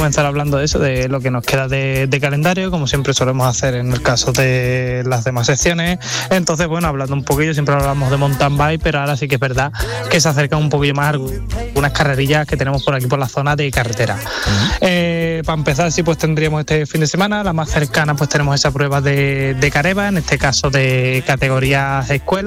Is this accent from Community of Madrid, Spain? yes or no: no; Huelva, Andalusia, Spain